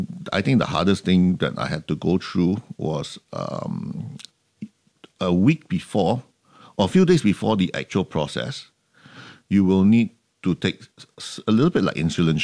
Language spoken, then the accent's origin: English; Singapore; I'm a Singaporean